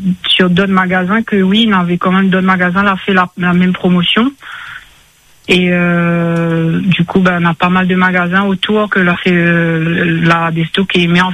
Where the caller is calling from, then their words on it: Grand Est, France; Moi, je suis en Alsace.